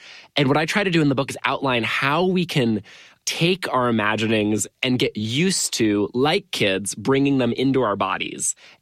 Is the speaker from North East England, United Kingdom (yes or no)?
no; London, United Kingdom; I'm from London.